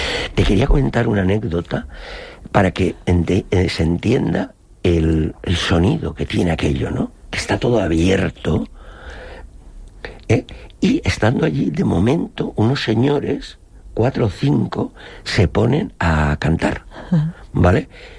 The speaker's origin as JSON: {"language": "Spanish", "town": "Monóvar", "region": "Valencian Community", "country": "Spain", "said": "cuando yo dije, soy de Monóvar, tal, ¿conoces el fondillo?"}